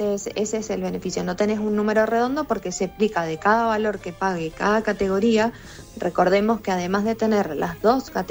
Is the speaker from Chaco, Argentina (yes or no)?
no; Mendoza, Argentina; nosotros como mendocinos